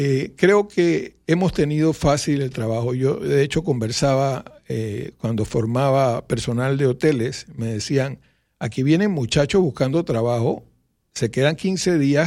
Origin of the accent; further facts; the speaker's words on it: Panama; Sí, yo soy panameño, claro.